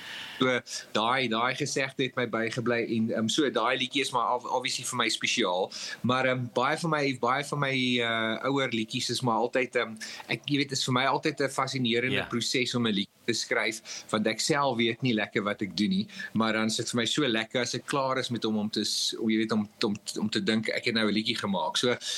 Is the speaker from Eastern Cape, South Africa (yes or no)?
no; George, Western Cape, South Africa; moved away as an adult; ek het groot geword in George, in die Suid-Kaap. Ek het daar skool gegaan en ek was in Uitenikwa. En dis omtrent dit, ja, ek het maar my kinderjare daar spandeer.